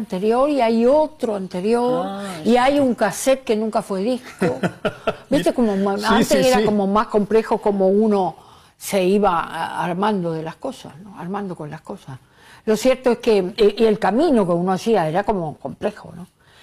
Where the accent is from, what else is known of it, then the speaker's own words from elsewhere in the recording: Corrientes, Argentina; born there; moved away; no vivo en Corrientes hace mucho